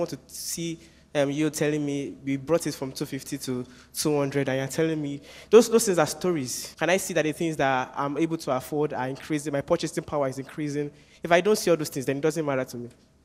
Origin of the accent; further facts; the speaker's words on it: Nigeria; I'm a Nigerian, and I live in Nigeria. I stay in Nigeria. I eat the things that Nigeria eats, but I can't see the change.